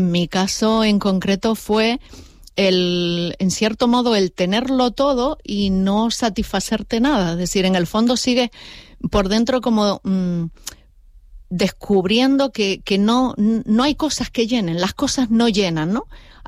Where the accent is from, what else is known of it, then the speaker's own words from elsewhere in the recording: La Palma, Canary Islands, Spain; moved away as an adult; now in Gran Canaria, Spain; Me vengo de La Palma, porque yo soy de La Palma.